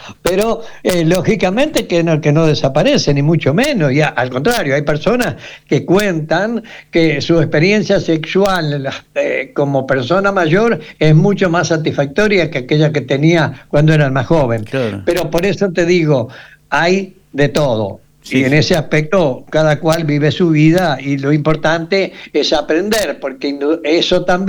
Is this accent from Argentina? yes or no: yes; Reconquista, Santa Fe, Argentina; acá a mi pago, a Reconquista.